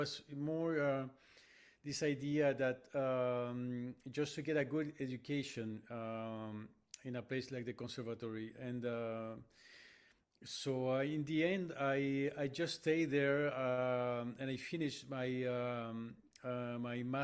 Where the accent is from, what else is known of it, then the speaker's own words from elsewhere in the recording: Chile; now in Montreal, Canada; growing up in Chile.